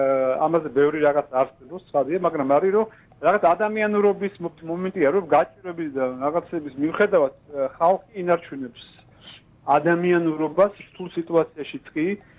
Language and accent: Georgian; Western Georgia, Georgia; also born or lived in Imereti / Adjara; დასავლეთ საქართველოს განსაკუთრებით, იმიტომ მე წარმოშობის იქიდან ვარ, იმართალია იმერეთთან აჭარიდან